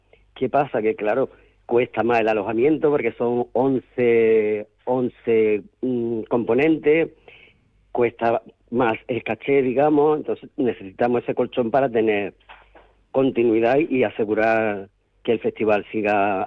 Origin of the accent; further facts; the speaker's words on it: Puente Genil, Andalusia, Spain; yo soy de Puente Genil, Córdoba